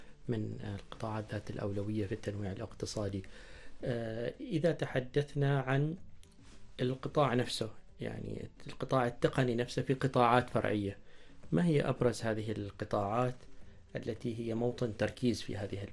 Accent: Oman; موجودة عندنا في عمان؟

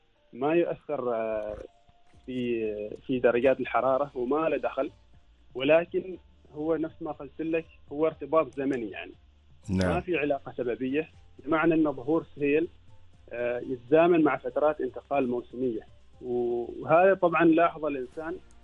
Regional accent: Oman; بالنسبة لنا كعمانيين

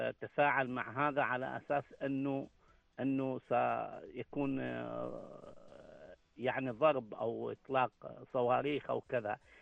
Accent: Oman; هناك الآن أنا أعتبرها هذه رسالة إيجابية لنا نحن كعمانيين بشكل خاص.

